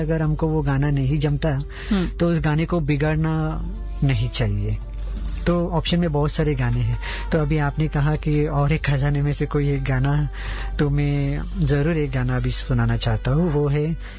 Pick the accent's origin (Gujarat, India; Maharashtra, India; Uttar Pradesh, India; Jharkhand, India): Maharashtra, India; Mumbai; हम मुंबई से बिलोंग करते